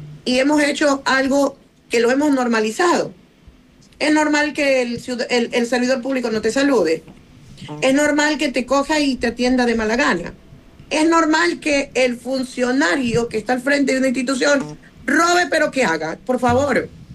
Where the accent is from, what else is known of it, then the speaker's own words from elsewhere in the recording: Manabí, Ecuador; Yo vengo de otro lugar, soy manabita, sí.